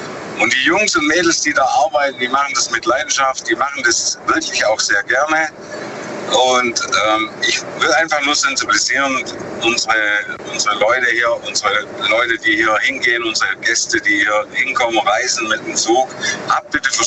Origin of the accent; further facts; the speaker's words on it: Lenningen, Baden-Württemberg, Germany; Ich bin aus Lenningen.